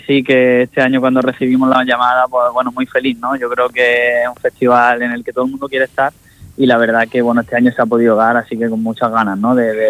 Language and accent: Spanish; Seville, Andalusia, Spain; decidí volverme a mi tierra, Sevilla, Andalucía